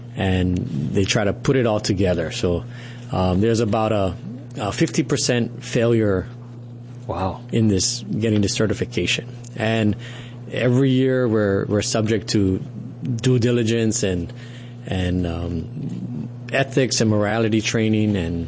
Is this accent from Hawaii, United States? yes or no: yes; Hilo, Hawaii, United States; Well, I grew up in Hilo on the Big Island and graduated from the University of Hawaii with a finance degree in 2002.